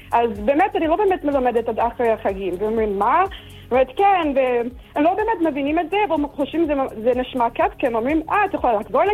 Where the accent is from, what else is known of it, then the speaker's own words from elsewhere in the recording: Toronto, Ontario, Canada; Hebrew is a second language; moved away as an adult; now in Eilat, Israel; אני לא מארצות הברית, אני מקנדה, טורונטו